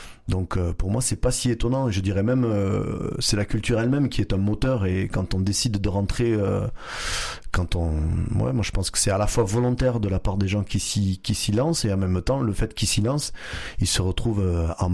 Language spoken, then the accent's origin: French; Bédarieux, Occitanie, France; first language Flemish; French is a second language; also born or lived in Montpellier; j'ai grandi à Bédarieux, maintenant j'habite à Lodève, j'ai été à la fac à Montpellier.